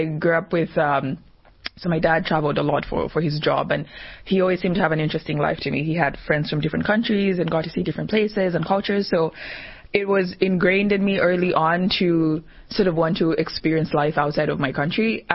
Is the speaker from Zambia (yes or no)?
yes; Zambia; moved away as an adult; also born or lived in Turkey; so I was born in Zambia and I grew up there. And I lived in Zambia up until I was 18 and I moved abroad to study. So I moved to Turkey and I actually lived there for 5.5 years.